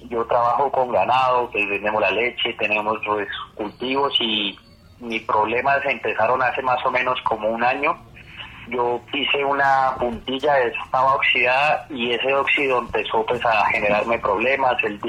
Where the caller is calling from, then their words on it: Cáqueza, Cundinamarca, Colombia; yo lo llamo aquí de Caquesa, Cundinamarca.